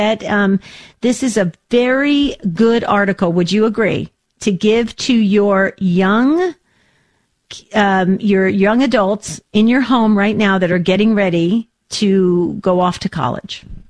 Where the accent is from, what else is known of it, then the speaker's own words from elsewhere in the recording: New Jersey, United States; And maybe it's because I was raised in New Jersey and we were actually taught, you know, be really careful because, you know, New Jersey's like a can of sardines.